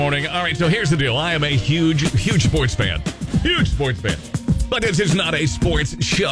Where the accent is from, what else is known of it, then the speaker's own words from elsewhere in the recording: Kentucky, United States; as you know, I am from Kentucky.